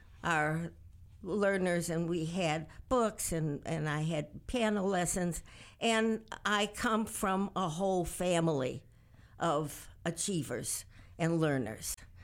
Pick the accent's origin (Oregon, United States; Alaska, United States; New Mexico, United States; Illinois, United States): Illinois, United States; Chicago; moved away as an adult; also born or lived in Chittenden South, Vermont; now in Vermont, United States; I was born in 38. I grew up in Chicago and had a lovely, comfortable, wonderful family life.